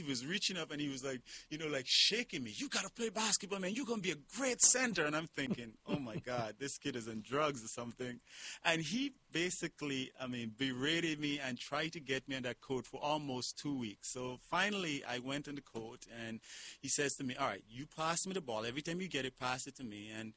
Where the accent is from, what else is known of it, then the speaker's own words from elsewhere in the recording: Canouan, Grenadines, St. Vincent & Grenadines; I went to, when I grew up in Canawan, which is, I told you, 3 miles and about 500 people.